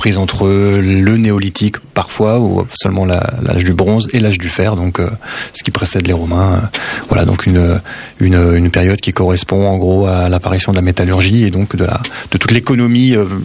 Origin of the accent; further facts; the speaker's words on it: Bourgogne-Franche-Comté, France; Et puis étant donné que je viens de la Bourgogne, la Bourgogne est une terre pas seulement, mais la proto-histoire est assez riche